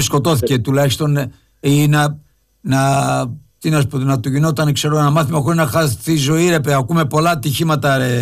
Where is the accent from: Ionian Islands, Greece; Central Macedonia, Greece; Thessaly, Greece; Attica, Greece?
Ionian Islands, Greece; Lefkada; Εγώ είμαι λίγο από την Καριά, έξω από την Εγκλουβή.